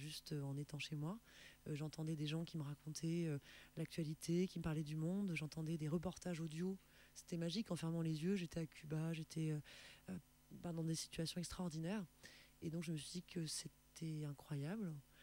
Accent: Nice, Provence-Alpes-Côte d'Azur, France; born there; Alors mon parcours, il a commencé à Nice. Je suis née à Nice, j'ai fait les classes musicales

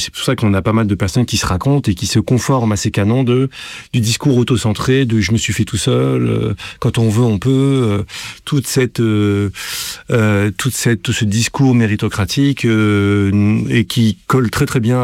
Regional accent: Villiers-sur-Marne, Île-de-France, France; Villiers-sur-Marne.

